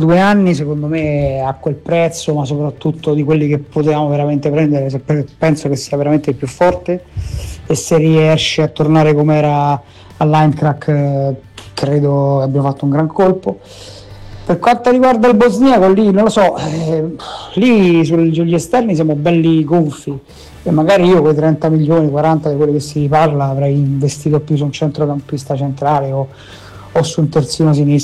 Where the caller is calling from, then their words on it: Latina, Lazio, Italy; da Latina.